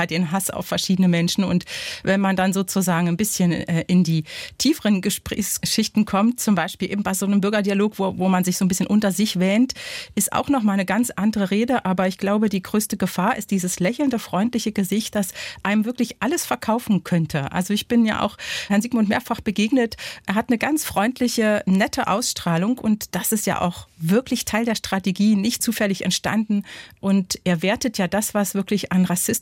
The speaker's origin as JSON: {"language": "German", "region": "East Germany", "country": "Germany", "tie": "born or raised there", "said": "Also ich bin ja ein Kind der DDR-Kirche und Gerechtigkeit, Frieden und Bewahrung der Schöpfung. Damit bin ich aufgewachsen als Jugendliche mit diesen Fragen"}